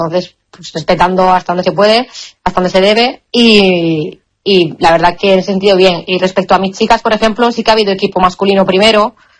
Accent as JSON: {"language": "Spanish", "town": "Santander", "region": "Cantabria", "country": "Spain", "lives_now": "Qatar", "said": "como que me transporta un poco a momentos, yo que sé, en mi tierra, viendo atardecer en Santander, por ejemplo"}